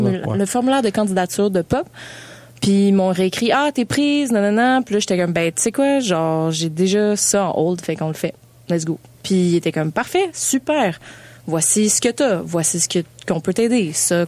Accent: Montreal, Quebec, Canada; j'ai grandi à Montréal. J'ai eu plein d'amitiés multilingues, anglais, français. J'allais souvent voir mes amis dans West Island quand j'étais jeune.

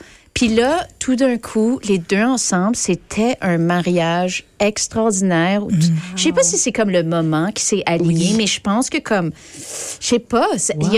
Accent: France; je suis française.

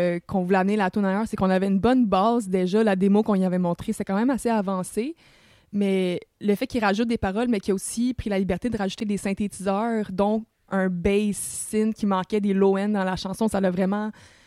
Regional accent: Quebec, Canada; c'est que Félix et moi, on vient tous deux de la Rive-Nord, donc de la banlieue, puis on allait à la même école secondaire

